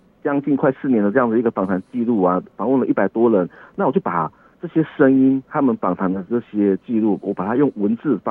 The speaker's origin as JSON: {"language": "Chinese", "town": "Yuli", "region": "Hualien County", "country": "Taiwan", "said": "我是来自花莲玉里的阿美族人，"}